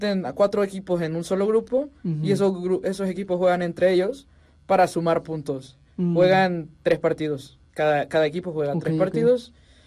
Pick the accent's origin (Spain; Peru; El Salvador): El Salvador